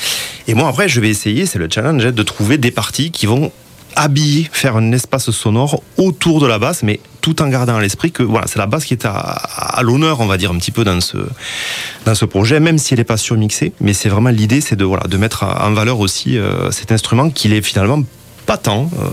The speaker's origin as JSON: {"language": "French", "region": "Occitanie", "country": "France", "said": "Alors moi, je suis occitan. J'ai vécu d'Algers toute ma vie, même si j'ai pu travailler un petit peu ailleurs, bouger."}